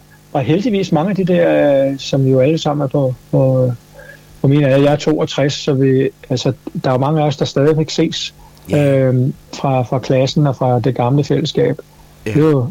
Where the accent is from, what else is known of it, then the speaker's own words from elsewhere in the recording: Copenhagen, Capital Region of Denmark, Denmark; jeg føler mig rigtig godt hjemme på Amager. Jeg elsker Amager.